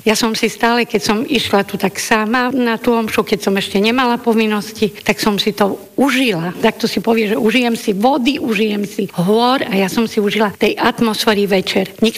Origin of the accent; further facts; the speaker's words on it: Sedliská, Prešov Region, Slovakia; ja som vyrastala v susednej časti v Sedliskách, manžel v susednej obci Benkovce.